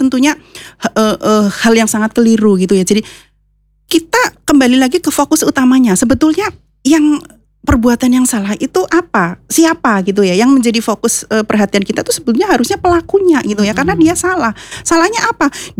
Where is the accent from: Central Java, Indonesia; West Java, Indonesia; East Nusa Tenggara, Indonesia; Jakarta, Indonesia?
Central Java, Indonesia; Purwojati; now in Purwokerto, Indonesia; saya aslinya dari Purwojati.